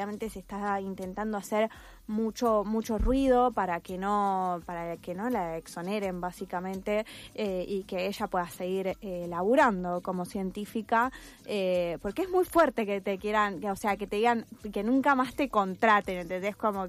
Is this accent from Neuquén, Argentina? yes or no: no; Luján, Buenos Aires Province, Argentina; Yo soy de Luján, que también es pueblo fumigado